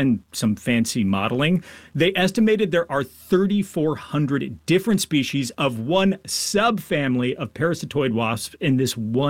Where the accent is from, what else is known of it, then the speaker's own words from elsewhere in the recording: Longmeadow, Massachusetts, United States; I grew up in Longmeadow